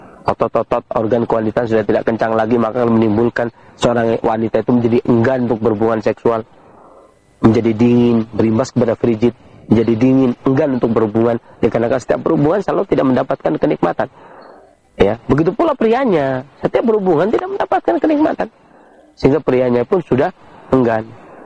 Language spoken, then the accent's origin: Indonesian; Indonesia; negeri kita Indonesia